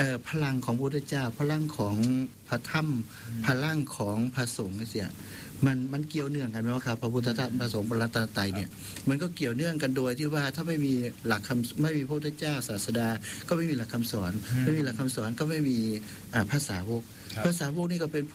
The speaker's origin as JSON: {"language": "Thai", "region": "Isan", "country": "Thailand", "said": "แต่ว่าบ้านเฮาเนี่ยในความเป็นของพื้นเพคนอีสานเนี่ยหักแพ้งแบ่งปันเอื้อเฟื้อเพื่อแผ่เมตตากรุณาอันนี้คือเฮามีมาแต่ใด"}